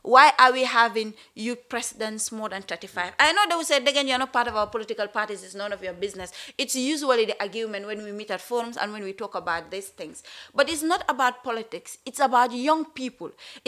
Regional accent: Gambia; We want to be proud to say we are from Gambia

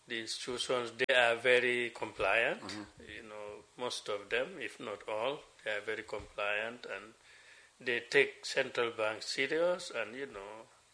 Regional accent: Gambia; I come from Katamandinka, a village. It's not so remote.

